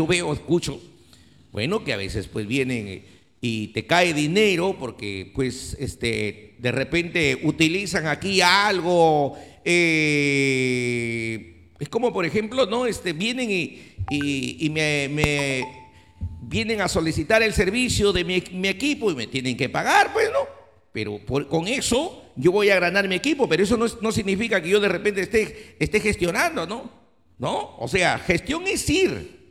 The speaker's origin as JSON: {"language": "Spanish", "town": "Olmos", "region": "Lambayeque", "country": "Peru", "tie": "born or raised there", "said": "necesito dinero para hacer obras para mi pueblo de Olmos."}